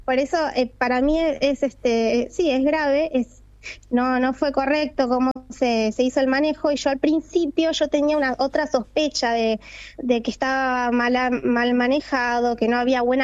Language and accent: Spanish; Río Grande, Tierra del Fuego, Argentina; now in Ushuaia, Argentina; Sí, yo toda la vida viví en la isla, en Río Grande particularmente. Recién este año estoy en Ushuaia, pero toda la vida.